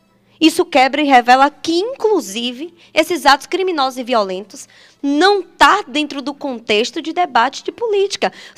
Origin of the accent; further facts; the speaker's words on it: Coração de Maria, Bahia, Brazil; Coração de Maria é minha terra.